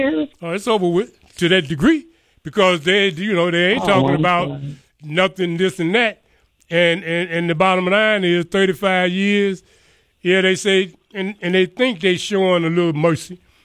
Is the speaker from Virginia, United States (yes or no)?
no; Texas, United States; moved away; I'm from East Texas.